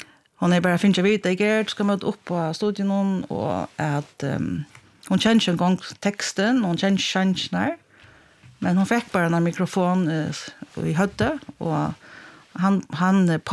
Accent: Klaksvík, Faroe Islands; jeg er oppvaksen i Klaksvøk

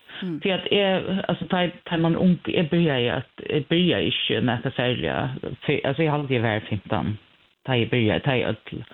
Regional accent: Klaksvík, Faroe Islands; Swedish is a second language; och jag kommer från Klagsvik. Jag är 48

